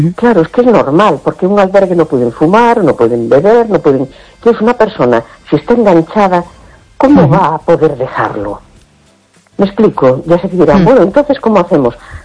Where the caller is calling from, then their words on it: A Coruña, Galicia, Spain; de La Coruña.